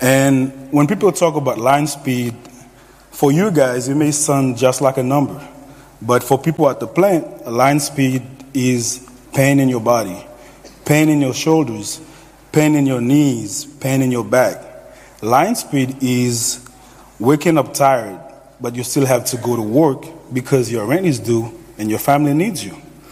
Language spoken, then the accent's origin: English; Haiti; now in United States; So a little over 2 years ago, I came to this country from Haiti. And like many other immigrants, my first thought was simple.